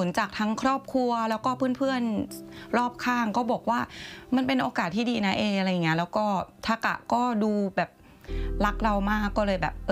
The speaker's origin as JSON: {"language": "Thai", "region": "Isan", "country": "Thailand"}